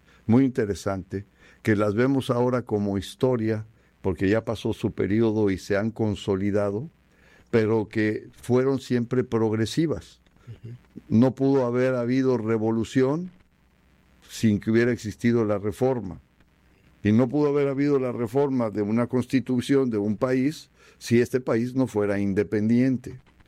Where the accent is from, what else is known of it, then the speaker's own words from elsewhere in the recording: Mexico; nos identifican como mexicanos